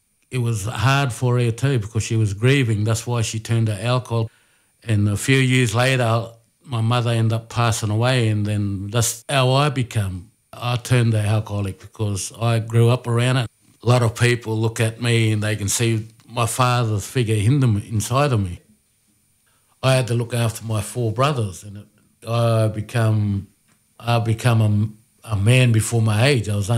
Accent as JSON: {"language": "English", "town": "Brewarrina", "region": "New South Wales", "country": "Australia", "said": "I'm from Bree Warrina. My tribe is Murawari."}